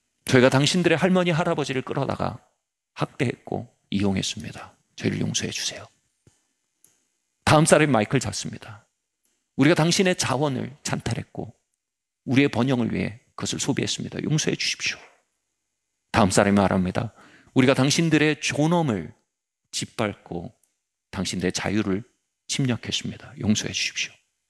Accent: South Korea; 왔다시와 강꼬쿠가라 기타 다이각세이데스. 나는 한국에서 온 대학생입니다.

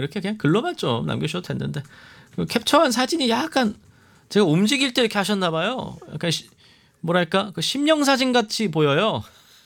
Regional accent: Pyeongchang, Gangwon, South Korea; 제가 강원도 평창 출신인데 그렇게 사투리 쓰는 거 아니더래요.

